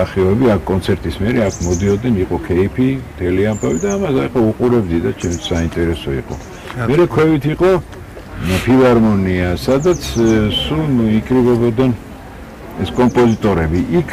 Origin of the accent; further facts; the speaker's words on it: Tbilisi, Georgia; აი უკან არის ჩემი სახლი. პირდაპირ ამ ბაღში დგას, ეს გოფილეფტის ბაღია. აქ და გავიზარდე, აქ დაიბადე, აქ ერთელი ბავშვობა გავატარე, ეს ფაქტურა ჩემი ეზო იყო.